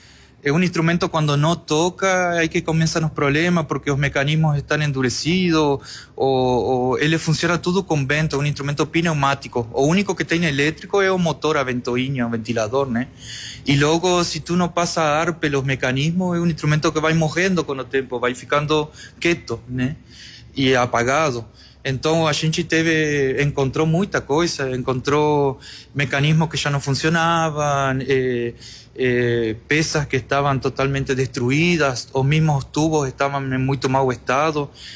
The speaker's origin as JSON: {"language": "Portuguese", "town": "Victoria", "region": "Entre Ríos", "country": "Argentina", "tie": "born or raised there", "also_born_or_lived": "Rosario, Argentina", "second_language": "Portuguese", "moved": "yes", "said": "Em Vitória, Entre Rios, eu nasci em Vitória, perto de Rosário."}